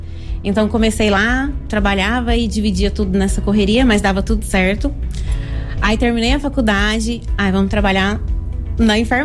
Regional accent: Ipiranga de Goiás, Goiás, Brazil; moved away as an adult; also born or lived in Ceres, Goiás; now in Goiânia, Brazil; Eu nasci em Séries, fui criada no interior, né? Lá chama Ipiranga de Goiás, é bem perto daqui também, 200 quilômetros

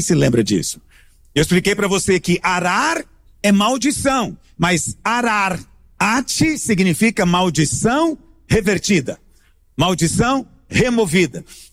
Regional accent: Goiás, Brazil; E provavelmente não dizemos eu amaldiçoo, até porque nós somos goianos, a gente nunca usa essa palavra.

